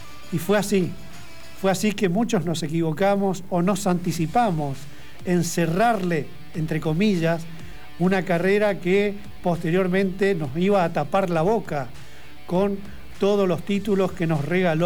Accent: Argentina; yo soy del país de Lionel Messi

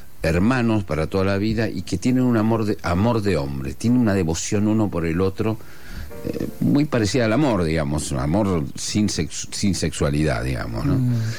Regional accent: Argentina; born there; first language Asturian

